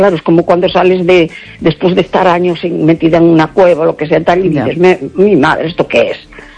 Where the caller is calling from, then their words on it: A Coruña, Galicia, Spain; Hola, buenas noches … de La Coruña.